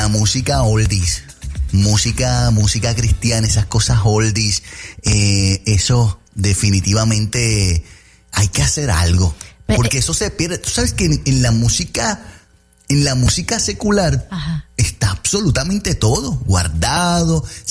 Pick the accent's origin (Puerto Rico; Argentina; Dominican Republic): Puerto Rico; Y no hablo solamente de Puerto Rico, que es de donde yo vengo.